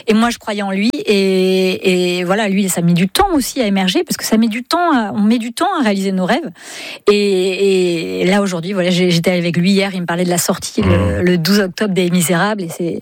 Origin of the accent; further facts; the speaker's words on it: Brittany, France; Ah bah oui, matin, mais on est breton pas, mais bien sûr.